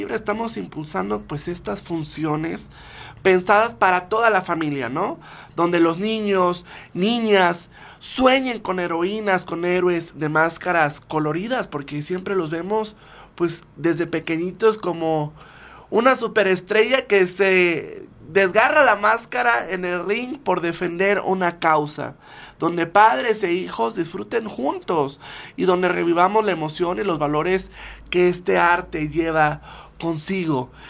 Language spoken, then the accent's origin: Spanish; Mexico